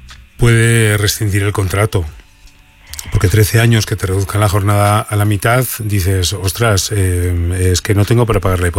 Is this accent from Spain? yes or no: yes; Spain; este fin de semana voy a ir a ver a mis padres al pueblo y mi pueblo está muy cerquita de Cantabria, muy cerca del Escudo.